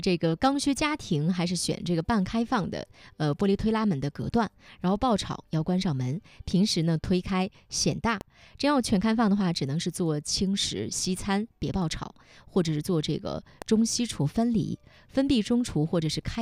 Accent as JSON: {"language": "Chinese", "country": "China", "said": "我们中国人"}